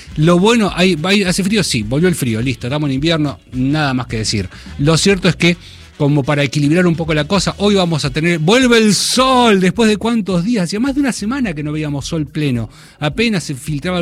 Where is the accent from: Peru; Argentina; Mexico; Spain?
Argentina; Bahía Blanca, Buenos Aires Province; moved away; yo vengo de Bahía Blanca.